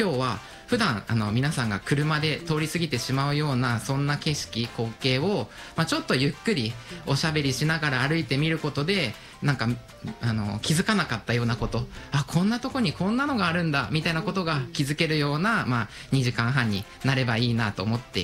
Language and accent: Japanese; Fukuoka, Japan; now in Tokyo, Japan; 僕は結構福岡出身なんですけど